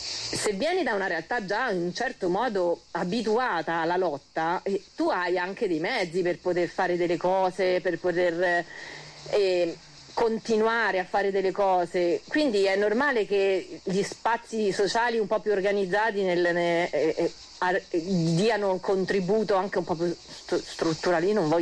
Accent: Rome, Lazio, Italy; moved away; Poi io in valle vivo da 10 anni, vengo da Roma, forse come un pochino si sente

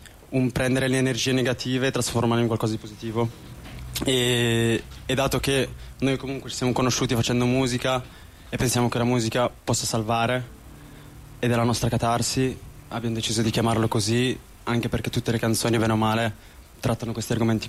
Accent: Brescia, Lombardy, Italy; Io invece vengo da San Pulino, cioè proprio qua

